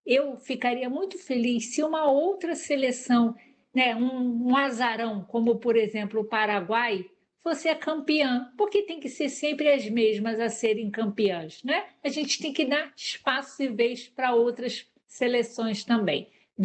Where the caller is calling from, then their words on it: Rio de Janeiro, Brazil; sou moradora aqui da cidade do Rio de Janeiro